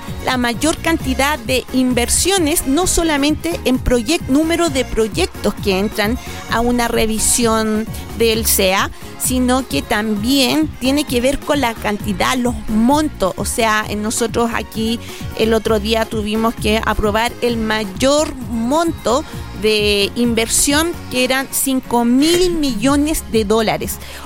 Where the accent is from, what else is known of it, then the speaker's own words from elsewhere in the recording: Calama, Antofagasta, Chile; moved away; yo soy de Cobreloa. Yo viví muchos años, desde que tengo uso de razón, en Avaroa, entre Bañado Espinosa y Antofagasta.